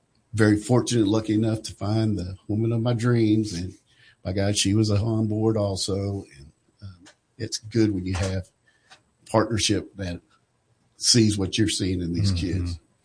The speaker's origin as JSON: {"language": "English", "town": "Jacksonville", "region": "Arkansas", "country": "United States", "tie": "born or raised there", "said": "I grew up in Jacksonville with Arkansas Tech, played football there."}